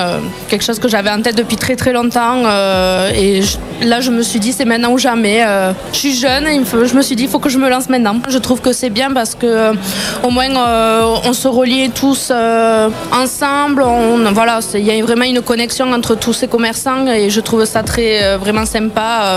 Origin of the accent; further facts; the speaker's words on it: Condom, Occitanie, France; born there; Alors moi je viens de Condon, je suis née ici et j'ai toujours voulu ouvrir un commerce ici